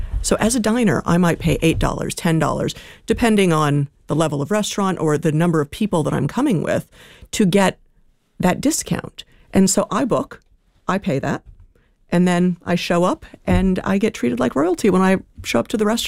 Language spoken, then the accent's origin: English; Italy; now in New Zealand; I grew up in Italy.